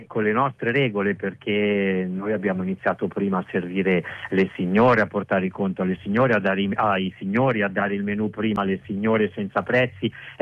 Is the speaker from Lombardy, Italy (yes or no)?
yes; Milan, Lombardy, Italy; born there; Io sono nato a Milano